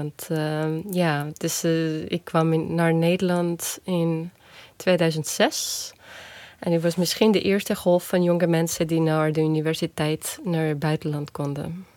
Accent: Estonia; Dutch is a second language; moved away as an adult; now in Netherlands

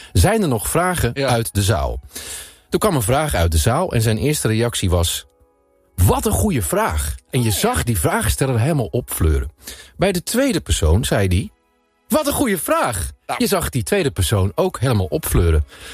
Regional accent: Netherlands; Zijn wij Nederlanders, als ik even iedereen over één kam mag scheren... wat natuurlijk niet zo is, maar zijn wij er in het algemeen van?

